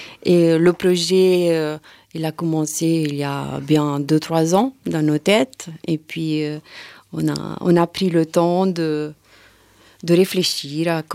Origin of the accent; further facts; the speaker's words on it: Italy; now in Toulon, France; Je suis italienne.